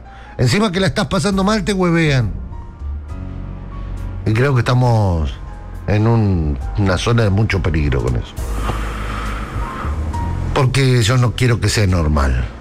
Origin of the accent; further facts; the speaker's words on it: Berisso, Buenos Aires Province, Argentina; nos criamos acá en Berisso.